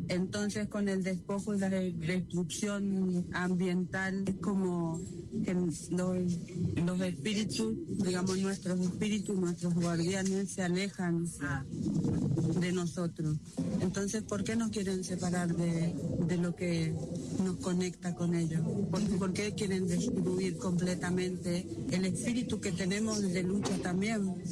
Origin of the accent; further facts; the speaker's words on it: Rosario, Santa Fe, Argentina; vengo de Rosario, soy de la comunidad Qom.